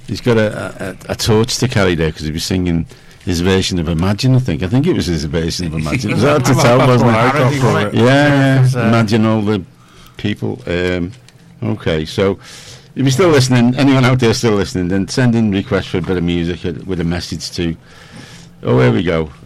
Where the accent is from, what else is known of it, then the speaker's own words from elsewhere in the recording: England, United Kingdom; I'm English.